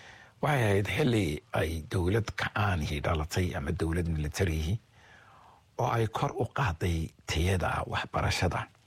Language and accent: Somali; Somalia; also born or lived in Mogadishu, Somalia; now in Christchurch, New Zealand; Waxaan ku barbaaray yaraantaydii waqooyiga Soomaaliya. Kabacdii waxaan u soo gudbay magaalada Muqdisho oo aan waxbarashadaydii halkaa kaga dhamaystay.